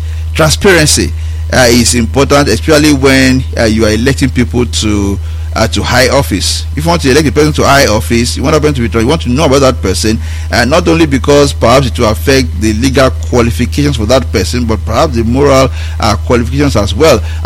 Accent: Nigeria; I'm a Nigerian and I'm speaking from a Nigerian perspective

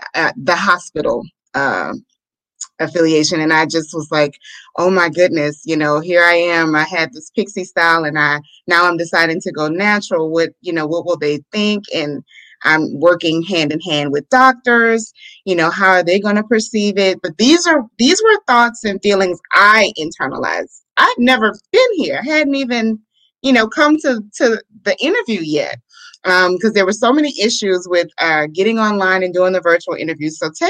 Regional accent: New Orleans, Louisiana, United States; now in Houston, United States; growing up in New Orleans, it was never really a major factor because there's so many different cultures that are represented.

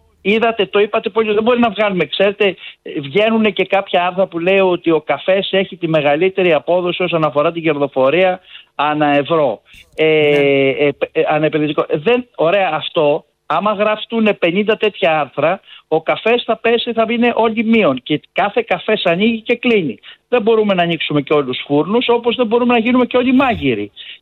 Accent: Greece; σαν Έλληνες

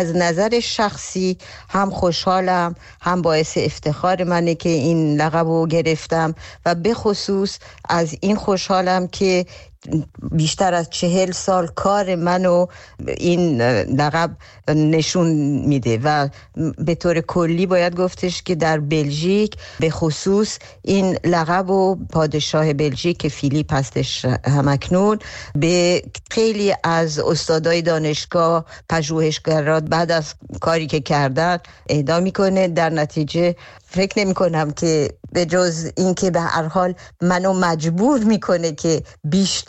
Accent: Iran; moved away as an adult; now in Belgium; اولا از اینکه من تمام بچگیمو در ایران گذروندم، دبستان، دبیرستانمو در ایران بودم، بعد برای دانشگاه به بلژیک اومدم و بعدش هم به انقلاب رسید و من در بلژیک موندم.

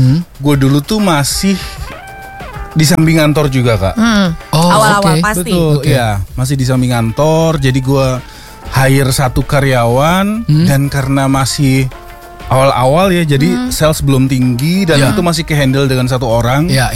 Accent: South Jakarta, Jakarta, Indonesia; Iya, kita kan anak Jaksel ya.

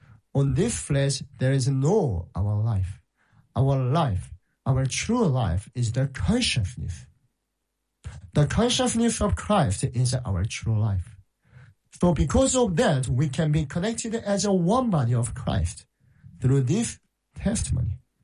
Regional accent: South Korea; now in Ghana; And I am the missionary from South Korea.

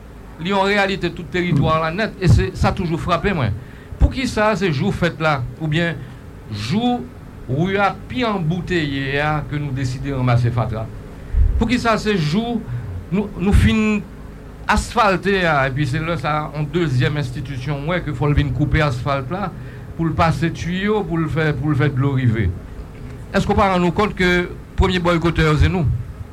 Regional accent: Haiti; en tant que citoyen, en tant que monde, en tant qu'haïtien.

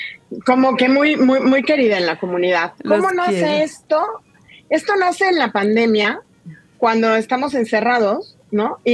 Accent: Mexico; la comunidad somos hijos o nietos de españoles, pero en realidad somos mexicanos.

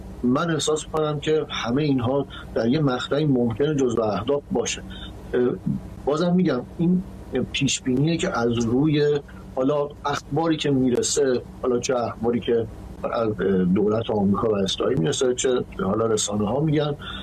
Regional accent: Iran; moved away; من شخصا به عنوان یک ایرانی

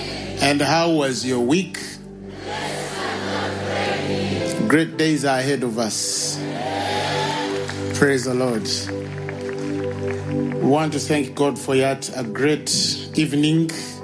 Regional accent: Masaka, Central Region, Uganda; I come from Masaka, so... People from Masaka, we are different. We're different.

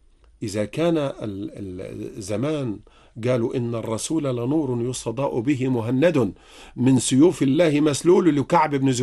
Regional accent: Egypt; ولعب الآخرون على فتنة الطائفية عندنا في مصر ولم ينجحوا ولن ينجحوا بإذن الله

